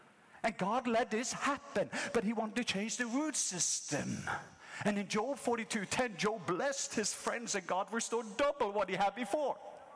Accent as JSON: {"language": "English", "country": "Norway", "tie": "born or raised there", "moved": "yes", "said": "So when I grew up in Norway as a child, I was always afraid of dogs."}